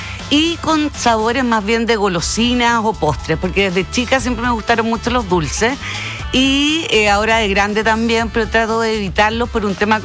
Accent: Viña del Mar, Valparaíso, Chile; Así que me vine a mi ciudad natal, Viña.

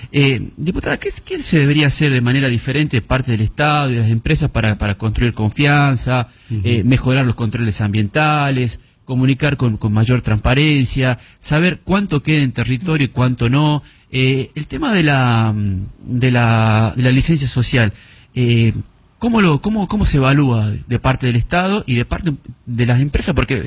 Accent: Andalgalá, Catamarca, Argentina; Yo soy oriundo de Andregala

